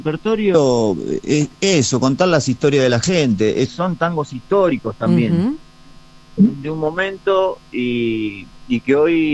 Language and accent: Spanish; Rafael Calzada, Buenos Aires Province, Argentina; born there; now in El Bolsón, Argentina; Yo estoy nacido en Rafael Calzada, en el sur de la provincia de Buenos Aires.